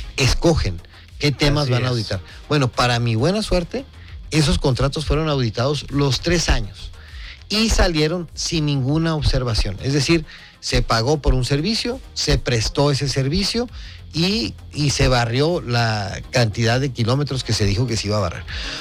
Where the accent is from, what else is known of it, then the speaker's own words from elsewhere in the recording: Ciudad Juárez, Chihuahua, Mexico; esta es mi tierra, es el lugar donde yo crecí, tengo un profundo amor por Juárez, y obviamente pues siempre estaré aquí